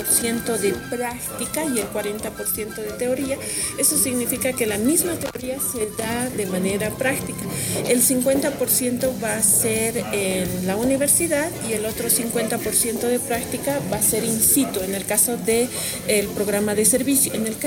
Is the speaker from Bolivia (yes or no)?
yes; Oruro, Bolivia; todos los orureños abrimos nuestras casas para convertirlas en alojamiento